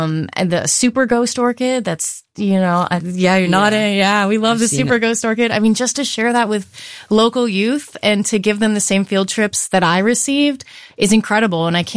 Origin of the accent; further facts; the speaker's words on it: Florida, United States; growing up in Southwest Florida and visiting Corkscrew, visiting Big Cypress, places like that through field trips, planted those seeds of love for our local ecology